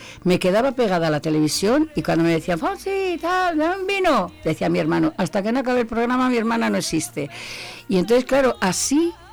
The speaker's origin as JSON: {"language": "Spanish", "town": "Zamora", "region": "Castile and León", "country": "Spain", "said": "a todos los sitios que voy digo que soy de Zamora."}